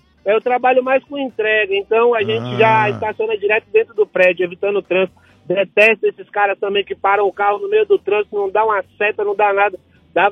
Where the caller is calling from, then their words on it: Brazil; aqui do Campo Belo.